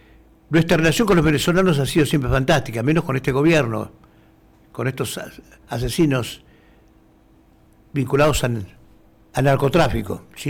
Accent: Argentina

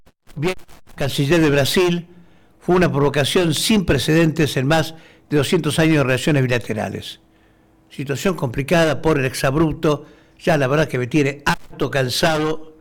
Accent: Argentina; como argentino también me siento como si estuviera humillado.

